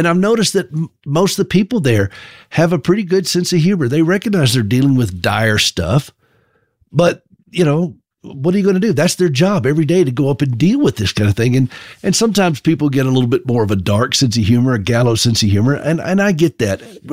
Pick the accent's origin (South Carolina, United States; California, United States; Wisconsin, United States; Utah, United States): South Carolina, United States; but I was born in South Carolina, and y'all need to understand this. That's where I was raised.